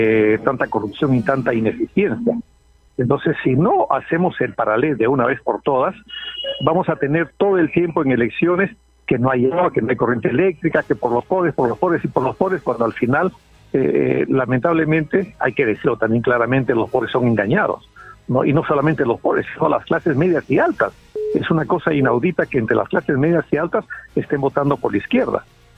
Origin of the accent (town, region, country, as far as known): Peru